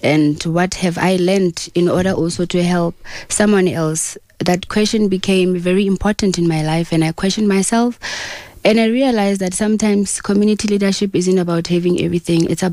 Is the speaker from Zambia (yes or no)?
no; Bloemfontein, Free State, South Africa; I'm actually from Bloemfontein, meaning I'm from Free State. Mpumalanga, I was just passing by and I fell in love with the place.